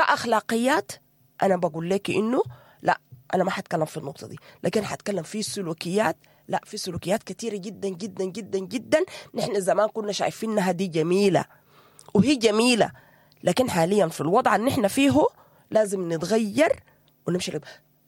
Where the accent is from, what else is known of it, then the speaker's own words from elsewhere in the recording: Sudan; أنا إحنا كمجتمع سوداني